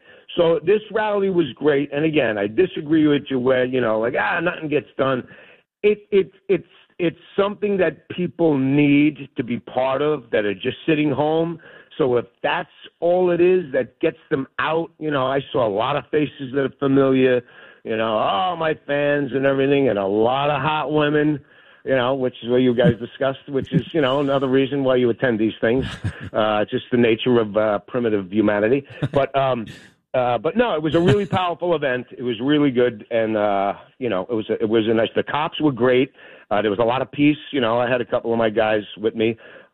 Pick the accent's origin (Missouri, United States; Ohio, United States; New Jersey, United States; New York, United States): New York, United States; I'm a New Yorker.